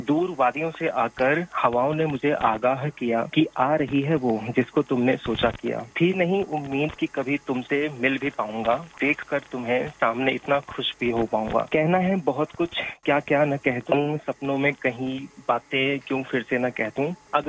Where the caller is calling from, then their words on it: Jaipur, Rajasthan, India; लाल कोठी के पास, जयपुर से।